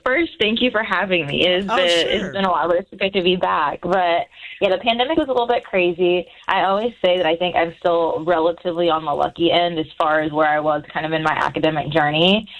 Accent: Chicago, Illinois, United States; moved away as an adult; also born or lived in Boston; So, obviously, I was in Boston, but I'm from Chicago. My dad came and got me because they didn't want me on a plane. I went back to Chicago in March of 2020.

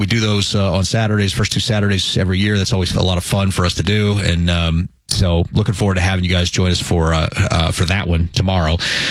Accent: St. Louis, Missouri, United States; born there; I was born in St. Louis

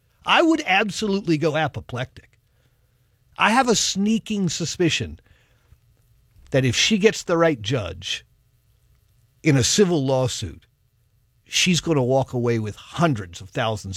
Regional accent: Virginia, United States; moved away; my home state of Virginia.

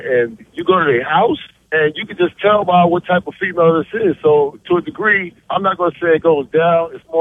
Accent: New York, United States; now in Brunswick, United States

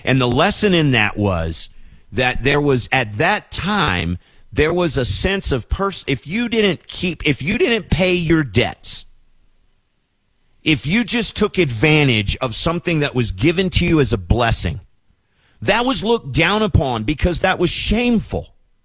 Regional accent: Wilmore, Kentucky, United States; And there's a grocery store in my hometown of Wilmore, owned by the wonderful Fitch family.

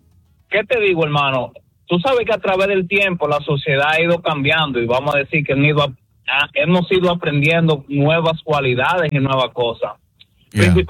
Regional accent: Dominican Republic; yo crecí en un hogar muy humilde. Yo crecí con mis abuelos en República Dominicana.

